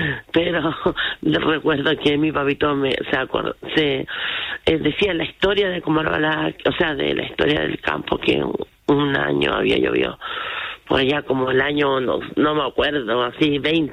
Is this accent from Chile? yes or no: yes; Chile; En Quilitapia, mi pueblo